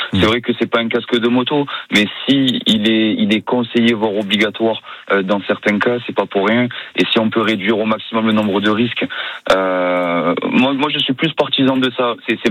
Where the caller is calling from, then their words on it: Marseille, Provence-Alpes-Côte d'Azur, France; Moi, je suis sur Marseille.